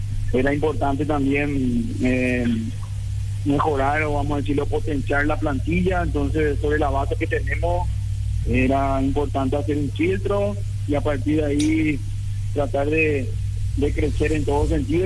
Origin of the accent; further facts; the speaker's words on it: Paraguay; Nosotros como paraguayo